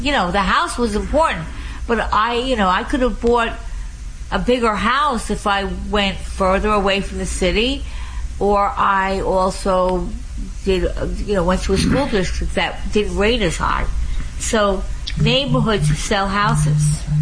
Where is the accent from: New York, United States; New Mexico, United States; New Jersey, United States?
New York, United States; Long Island; moved away; I was from Long Island